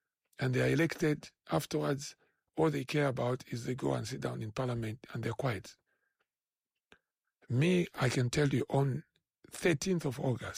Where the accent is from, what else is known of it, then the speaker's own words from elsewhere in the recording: Lusaka, Lusaka Province, Zambia; I grew up in Chawama.